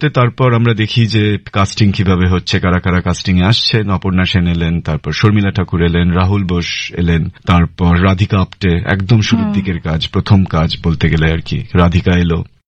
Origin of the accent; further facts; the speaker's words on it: Durgapur, West Bengal, India; আমি দুর্গাপুরে Saint Xavier স্কুলে পড়াশোনা করেছি, সেখানে আমার জন্ম দুর্গাপুরে।